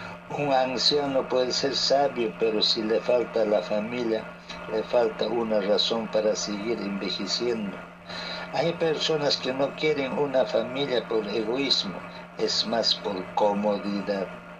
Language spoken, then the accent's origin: Spanish; Acomayo, Cusco, Peru; la Municipalidad Provincial de Acomayo, mi tierra, está anunciando una feria agropecuaria comercial el día miércoles 26 de agosto.